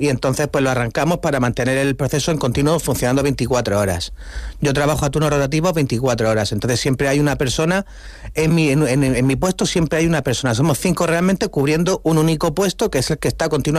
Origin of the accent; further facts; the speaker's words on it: Cartagena, Region of Murcia, Spain; Soy de Cartagena, nací aquí, tengo toda la vida viviendo aquí.